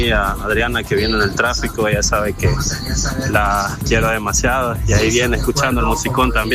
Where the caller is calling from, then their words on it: San Miguel, El Salvador; Estamos aquí ya reportando desde San Michael, la ciudad del Averno.